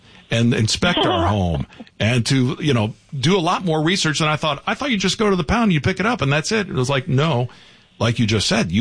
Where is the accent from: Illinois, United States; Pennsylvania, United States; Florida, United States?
Florida, United States; Yeah, and I'm keeping my eye personally because I'm from Florida, so I'm seeing Isais, go up the Gulf of America right now.